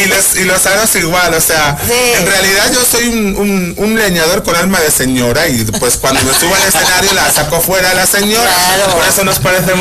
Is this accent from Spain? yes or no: yes; Spain; now in Mexico; Ya me siento como medio mexicano, sobre todo como artista, porque es verdad que aquí me cuidan muchísimo más que en mi país